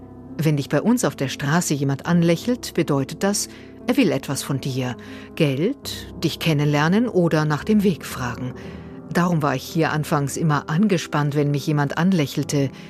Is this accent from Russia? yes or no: yes; Russia; German is a second language; now in Germany; Wie man auf Deutsch sagt, ich bin aus Russland, aber ich bin gegen den Krieg, habe ich gelernt, bevor ich sagen konnte, wie alt ich bin und was ich beruflich mache.